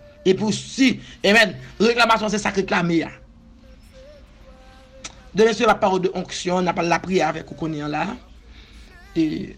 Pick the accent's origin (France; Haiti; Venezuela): Haiti; Pas de problème, je suis haïtienne, vous commentez, non.